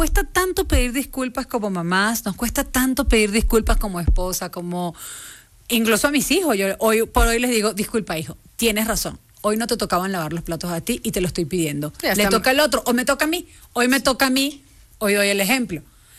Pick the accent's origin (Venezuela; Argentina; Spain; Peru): Venezuela; moved away as an adult; now in Mexico; si yo emigré de Venezuela a México, me queda claro.